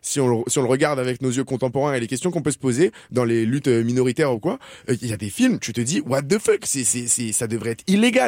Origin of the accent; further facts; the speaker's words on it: France; et alors je vous dis ça en tant que français